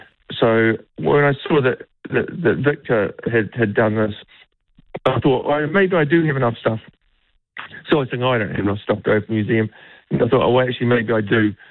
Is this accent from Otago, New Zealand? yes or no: yes; Dunedin, Otago, New Zealand; also born or lived in Wellington; And I moved back to my hometown, Dunedin, where I could afford to buy a house in the middle of town, which I couldn't do in Wellington.